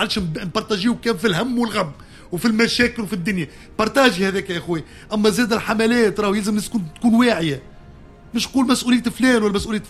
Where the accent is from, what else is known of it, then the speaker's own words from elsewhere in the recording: Tunisia; أنا كمواطن تونسي